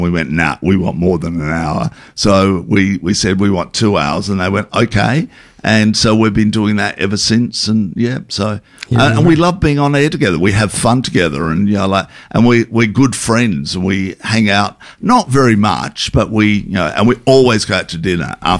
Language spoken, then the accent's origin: English; Adelaide, South Australia, Australia; also born or lived in Melbourne / Sydney; Well, I'm originally from Adelaide.